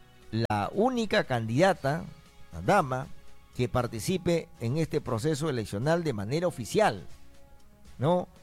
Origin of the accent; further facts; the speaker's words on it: Mochumí, Lambayeque, Peru; soy mochumano, en otras palabras, de un caserío de Mochumí, de muy finca.